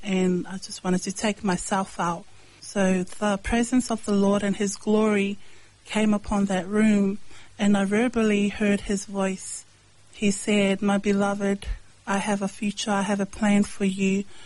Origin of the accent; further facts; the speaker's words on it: Tokoroa, Waikato, New Zealand; born or raised there; also born or lived in Samoa